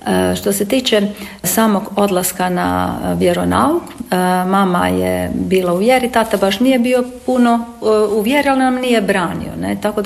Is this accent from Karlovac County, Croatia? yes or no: yes; Karlovac, Karlovac County, Croatia; rođena sam na Dubovcu, baš ovdje podno starog grada Dubovac, baš u blizini nacionalnog svetišta, nekakvi 200-300 metara od samog svetišta. Ali kao malo dijete, moja majka, otac, moj brat Krunoslav i tata, preselili smo se na Veliku Jelsu